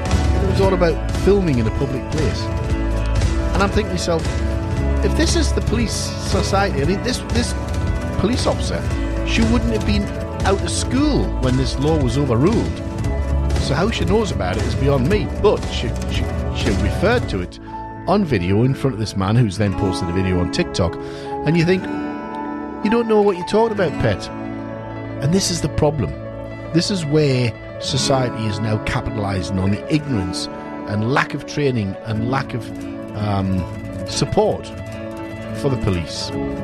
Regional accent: South Shields, North East England, United Kingdom; South Shields, where my hometown

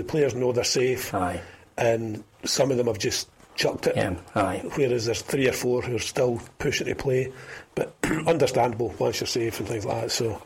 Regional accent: Kilsyth, Scotland, United Kingdom; Kilsyth Rangers, Dunkelsfield, my hometown.

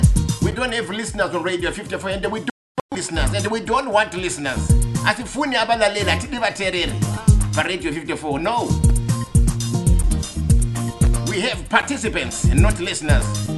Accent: South Africa; from South Africa.

